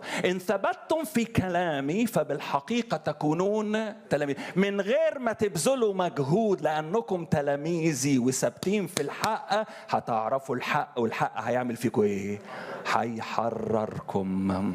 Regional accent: Upper Egypt, Egypt; حد فاكر الأخ براذر أندرو زي ما كان يقول عندنا في الصعيد؟

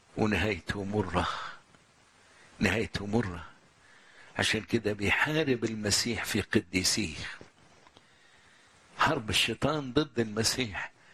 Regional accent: Egypt; بلادنا مصر

